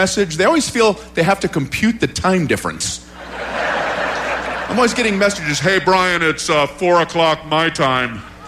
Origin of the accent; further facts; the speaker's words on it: Eastern time zone, United States; now in Pacific time zone, United States; I grew up in the Eastern time zone. I now live in the Pacific time zone.